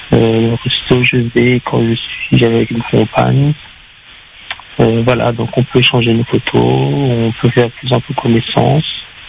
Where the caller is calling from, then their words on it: Saint-Denis, Réunion; j'habite à Saint-Denis.